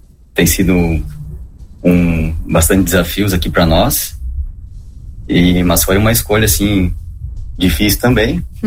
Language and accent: Portuguese; Coronel Freitas, Santa Catarina, Brazil; born there; also born or lived in Marau; Eu morei muito tempo em Marau, mas eu sou catarinense também. Eu nasci no interior de Chapecó, numa cidade chamada Coronel Freitas.